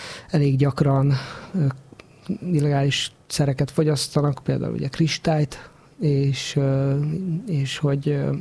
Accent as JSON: {"language": "Hungarian", "country": "Hungary", "moved": "yes", "lives_now": "Budapest, Hungary", "said": "Én sem születtem Budapesten, én vidéki vagyok."}